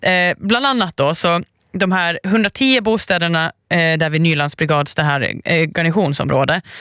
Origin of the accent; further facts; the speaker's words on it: Åland Islands; jag kommer ju från Åland